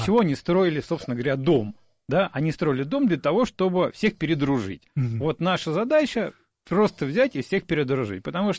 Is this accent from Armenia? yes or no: no; Moscow, Russia; То есть, как бы, понятие коренного москвича для меня, как коренного москвича, не существует.